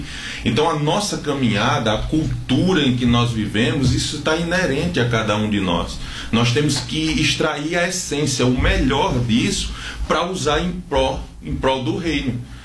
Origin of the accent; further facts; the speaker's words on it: Belém, Paraíba, Brazil; Eu sou nordestino, sou paraibano, sou de Belém, a terra, casa de pai, terra de pais, casa do pão, não é?